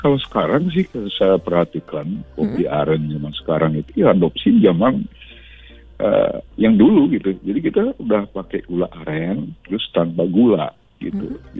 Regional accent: Banjar, Buleleng, Bali, Indonesia; desa kami, tepatnya di Desa Pedawa, Kecamatan Banjar, Kabupaten Buleleng

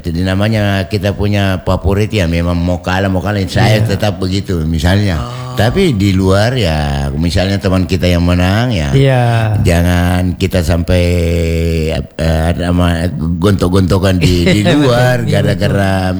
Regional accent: Makassar, South Sulawesi, Indonesia; sebagai orang Makassar

